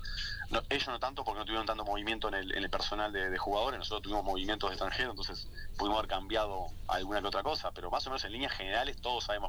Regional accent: Montevideo, Uruguay; yo salí de Montevideo, también arranqué en Montevideo como entrenador

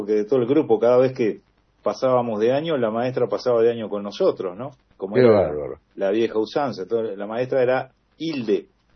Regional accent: Montevideo, Uruguay; nací en Montevideo, ahí en la conjunción entre La Blanqueada y Parque Valle. Uh-huh. Y ahí hice mis primeras armas, los primeros años. Después nos mudamos, la familia se mudó para Punta Gorda

